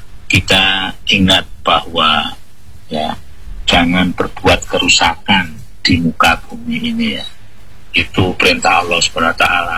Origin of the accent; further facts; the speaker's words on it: East Java, Indonesia; khususnya di kampung halaman kami di Pulau Jawa sana, Barat sana, di Jawa Timur, itu bentuk syukur ya